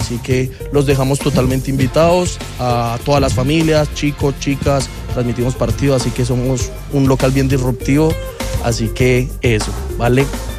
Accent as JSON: {"language": "Spanish", "country": "Colombia", "moved": "yes", "lives_now": "Rancagua, Chile", "said": "Yo soy de nacionalidad colombiano, sí, soy colombiano."}